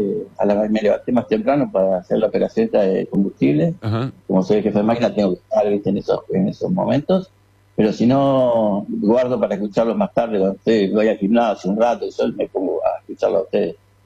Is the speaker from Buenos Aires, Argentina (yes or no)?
yes; Buenos Aires, Argentina; Yo soy de Buenos Aires. Vivo en Buenos Aires. tengo mi familia allá, todo